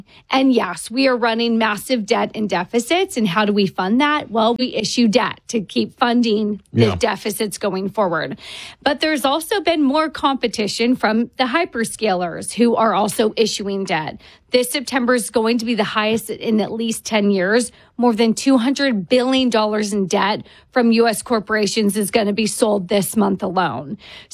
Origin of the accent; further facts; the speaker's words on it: California, United States; I'm from California.